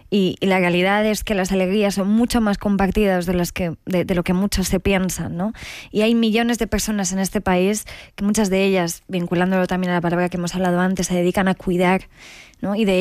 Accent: Tangier, Tanger-Tetouan-Al Hoceima, Morocco; now in Spain; yo que soy de Tánger, del otro lado del Mediterráneo

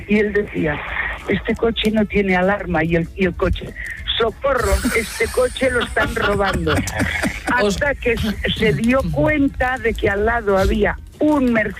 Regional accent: Barcelona, Catalonia, Spain; Yo soy catalana, de Barcelona.

